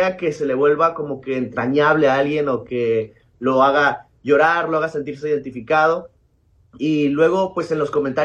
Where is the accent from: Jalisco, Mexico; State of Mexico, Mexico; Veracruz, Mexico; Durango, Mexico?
Veracruz, Mexico; Soy mexicano, lo más importante, soy cristiano. Vivo acá en Veracruz, en un estado que se llama Veracruz, es del puerto, soy porteño directamente.